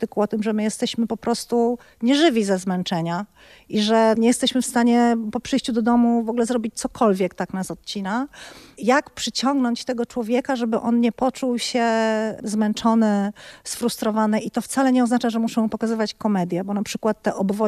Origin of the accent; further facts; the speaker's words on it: Kalisz, Greater Poland Voivodeship, Poland; born there; also born or lived in Poznań / New York; now in Gdańsk, Poland; Urodziłam się w Kaliszu, w sumie byłam 25 lat w Poznaniu, ponad 7 w Nowym Jorku. Teraz jestem 5. rok w Gdańsku. Myślę, że jednak jestem z Kalisza. Tam jesteśmy, gdzie nasze groby, naszych przodków, tam gdzie ta historia się zaczęła, więc myślę chyba o sobie jako dziewczynie z Kalisza w podróży.